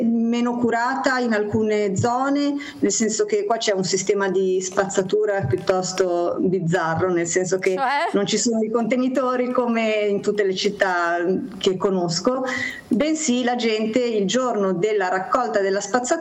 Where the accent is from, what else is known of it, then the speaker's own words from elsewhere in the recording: Genoa, Liguria, Italy; E poi anche girare per i vicoli è una cosa che faccio quando torno a casa, è sempre bello, ti senti a casa quando sei a Genova, questo sì.